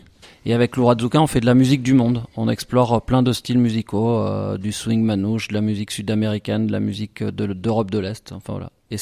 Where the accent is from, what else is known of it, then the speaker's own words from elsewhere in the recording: Le Puy-en-Velay, Auvergne-Rhône-Alpes, France; ils allaient souvent boire un verre dans un bar qui s'appelle le Yams au Puy. J'ai grandi au Puy.